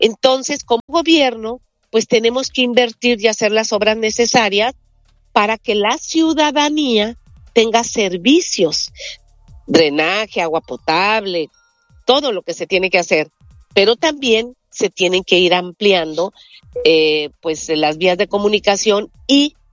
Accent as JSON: {"language": "Spanish", "region": "Veracruz", "country": "Mexico", "said": "así somos los veracruzanos, muy alegres"}